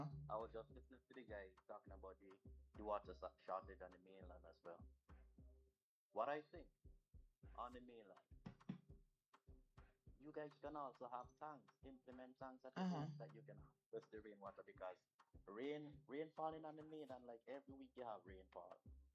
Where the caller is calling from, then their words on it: Grenadines, St. Vincent & Grenadines; I'm calling from the Grenadines.